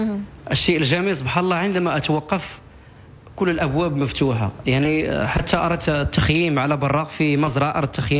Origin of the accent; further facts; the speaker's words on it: Morocco; وخاصة يعرفونك أنك من دولة المغرب